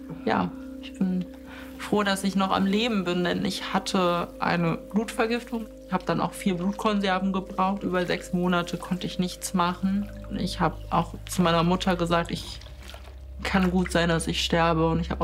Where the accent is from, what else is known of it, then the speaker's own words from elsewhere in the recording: Cologne, North Rhine-Westphalia, Germany; 28 Jahre alt, ich komme aus Köln, bin gelernte Informatikkauffrau und bin eine Transfrau